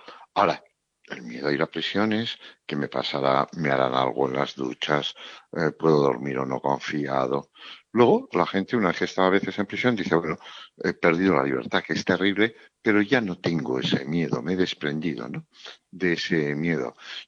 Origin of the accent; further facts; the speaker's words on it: Navarre, Spain; born there; yo que nací en Navarra y he corrido encierros